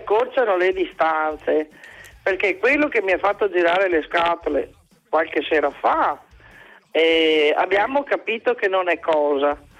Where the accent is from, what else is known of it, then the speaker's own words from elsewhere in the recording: Venice, Veneto, Italy; born there; now in Padua, Italy; Sono veneta, nata a Venezia, diciamo, però residente a Padova.